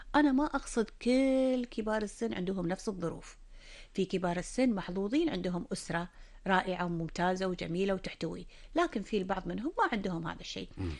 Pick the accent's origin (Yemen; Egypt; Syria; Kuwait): Kuwait; عندنا بالكويت